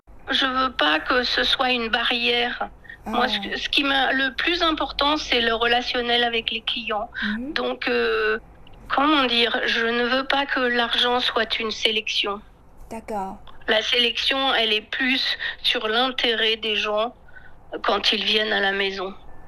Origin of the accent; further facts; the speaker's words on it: France; now in Yunnan, China; Pourtant, je ne suis pas du tout américaine, je suis française